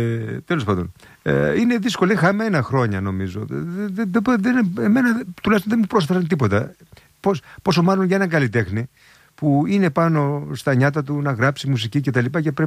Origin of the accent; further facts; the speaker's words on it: Kozani, Western Macedonia, Greece; Στην πατρίδα μου την Κοζάνη υπηρέτησε